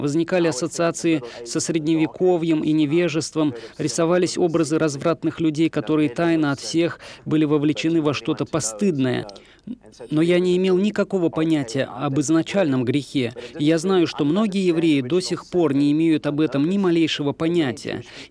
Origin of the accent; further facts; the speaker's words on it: South Africa; moved away; Я вырос в Южной Африке.